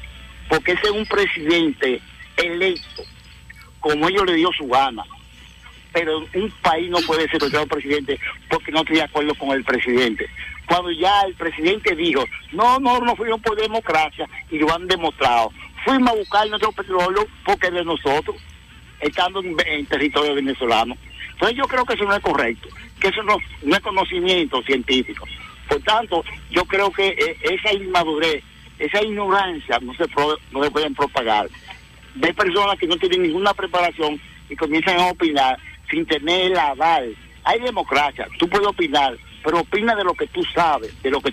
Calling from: Bonao, Monseñor Nouel, Dominican Republic

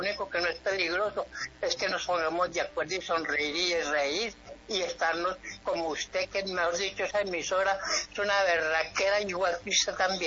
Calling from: Pereira, Risaralda, Colombia

